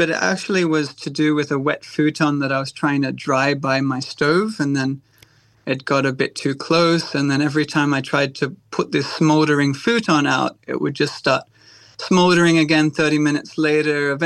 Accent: Byron Shire, New South Wales, Australia; I am the Indian slide guitarist, though I'm not Indian, second generation muser from Byron Shire.

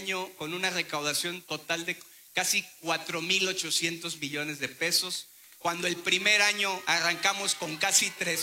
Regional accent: San Luis Potosí, Mexico; los potosinos estamos llamados a reconciliarnos

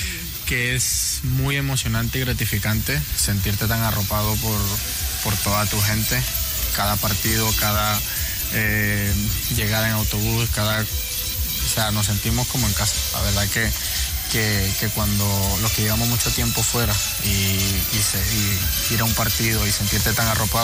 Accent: Colombia; moved away; nosotros los colombianos

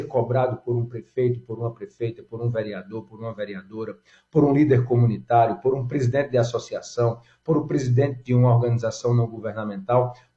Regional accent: Paraíba, Brazil; eu sou do sertão da Paraíba e eu sei o quanto as minhas emendas são importantes para melhorar a vida das pessoas

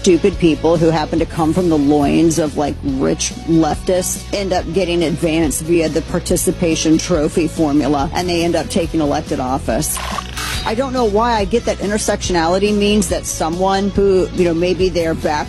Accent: Missouri, United States; who was at one point the AG for my home state, Show Me State of Missouri.

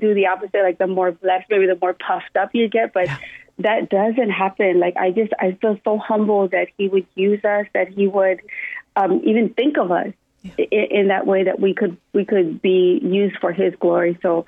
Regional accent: Hawaii, United States; I'm from Wamnala, born and raised, so that song is very dear to me.

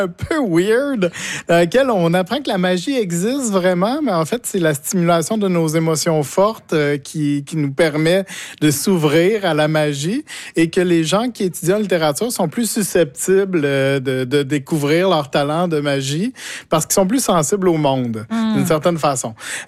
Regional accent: Quebec, Canada; moved away as an adult; now in Rimouski, Canada; Moi, je viens pas de la région, je viens de l'Estrie en fait, et j'ai déménagé en 2015, entre autres pour les études, aussi pour l'amour.

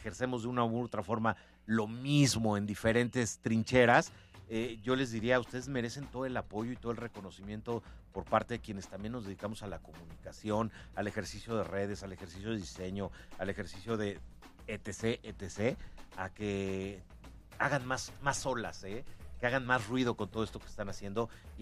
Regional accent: Puebla, Mexico; A mí me pasó muchísimas veces, me sigue pasando seguramente, de que en vez de echarnos la mano como poblanos, pareciera como los cangrejos gringos

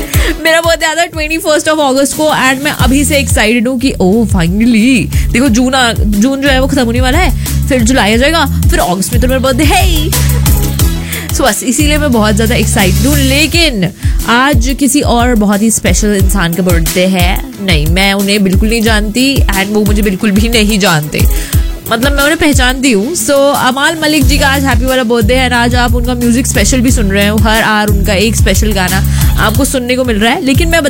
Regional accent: Bhopal, Madhya Pradesh, India; now in Qatar; मैं ना भोपाल से हूँ

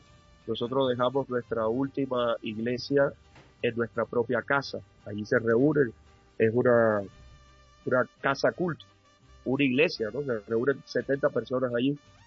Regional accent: Cuba; moved away as an adult; now in Colombia; los cubanos tenemos la música en la sangre. Como el colombiano también. Entonces yo, llegando a Colombia, ya en Cuba lo había hecho. Llegando a Colombia, actualmente trabajo como músico

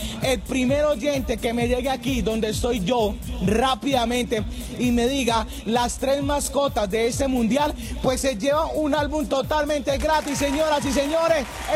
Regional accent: Colombia; nosotros, como colombianos que somos

